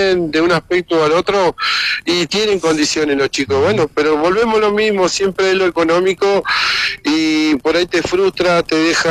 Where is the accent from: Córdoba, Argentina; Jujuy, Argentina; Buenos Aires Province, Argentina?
Buenos Aires Province, Argentina; Junín; los que somos de Junín